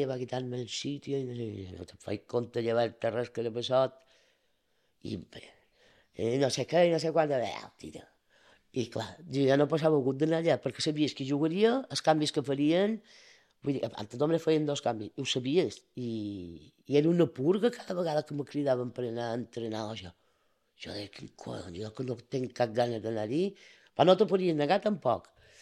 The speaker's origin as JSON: {"language": "Catalan", "town": "Bunyola", "region": "Balearic Islands", "country": "Spain", "said": "Jo soc molt de Bunyola."}